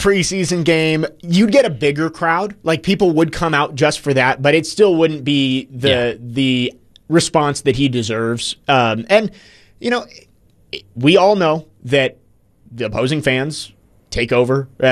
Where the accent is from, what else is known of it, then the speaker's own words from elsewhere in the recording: Washington, D.C. area, United States; growing up in Washington, like near Washington, D.C., I never got the Titans games